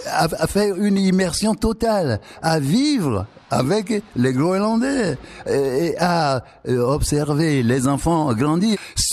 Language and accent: French; Togo; moved away; j'ai quitté le Togo pays colonisé. Et quand je suis revenu 12 ans plus tard dans ce pays indépendant, je ne comprenais pas. On m'a dit que mon pays était indépendant